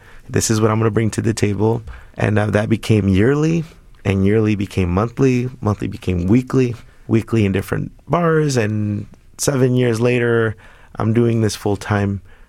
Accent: Chicago, Illinois, United States; Growing up in Pilsen for close to 35 years, I mean, I remember growing up and just seeing how entrenched gang culture was and still continues to be to a different degree.

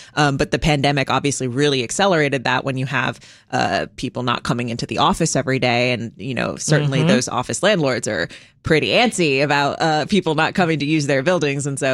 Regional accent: Chicago, Illinois, United States; my experience as a Chicagoan living here every day

